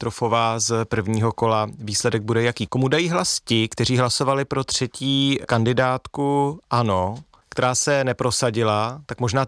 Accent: Hradec Králové, Hradec Králové Region, Czechia; já jsem taky Hradečák

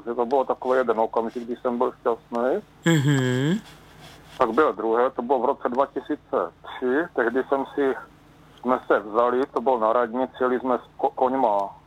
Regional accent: Olomouc, Olomouc Region, Czechia; Já jsem se modlil, já jsem věřící člověk, z Olomouce.

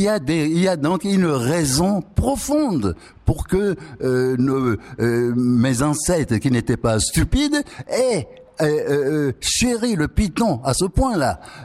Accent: Togo; moved away; j'ai quitté le Togo pays colonisé. Et quand je suis revenu 12 ans plus tard dans ce pays indépendant, je ne comprenais pas. On m'a dit que mon pays était indépendant

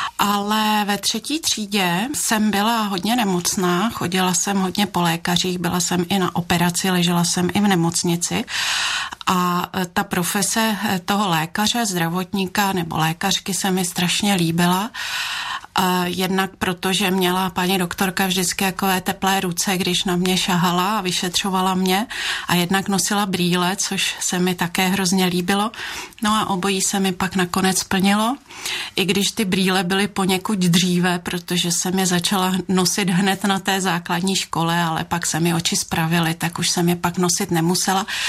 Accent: Prague, Czechia; vyrůstala jsem a bydlela jsem ve Vysočanech v dělnické čtvrti. Toho času na místě toho domu, kde jsem vyrůstala, stojí stanice metra Vysočanská.

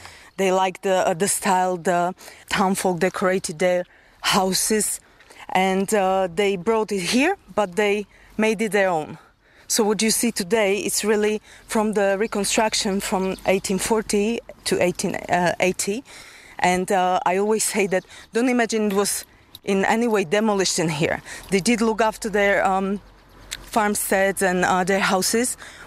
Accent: Slovakia; also born or lived in Ireland; now in Holašovice, Czechia; I'm from Slovakia

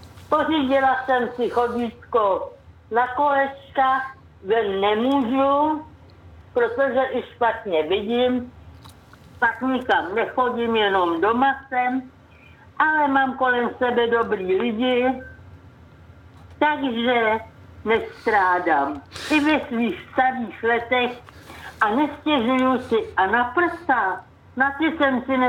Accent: Plzeň Region, Czechia; jsem z Plzeňska.

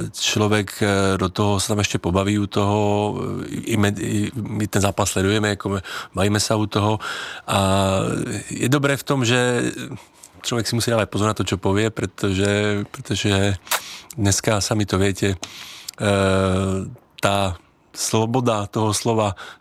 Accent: Košice, Košice Region, Slovakia; now in Czech Republic; tak hovorím, no, akože odkiaľ si, alebo to hovorím, že já jsem z Košic

